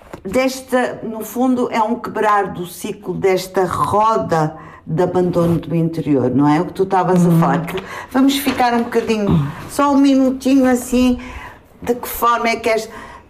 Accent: Barril, Portugal; sou do Barril, e lembro quando era criança e adolescente de ver fogos

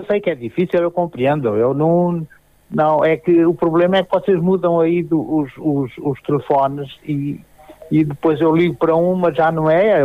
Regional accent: Vila Nova de Poiares, Centro, Portugal; moved away; para a Vila Nova de Poiares, para a minha família, de onde sou oriundo.

